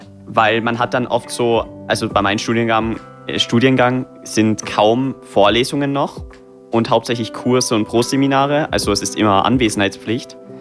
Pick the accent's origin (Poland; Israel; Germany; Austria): Austria; Tyrol; moved away as an adult; now in Carinthia, Austria; ich komme ja aus Osttirol, aber ich studiere ja in Kärnten.